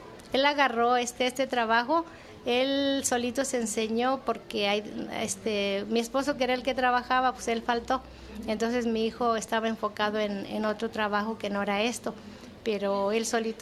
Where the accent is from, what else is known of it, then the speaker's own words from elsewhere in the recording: Michoacán, Mexico; Yo vengo representando la comunidad de Surumútaro, municipio de Pátzcuaro.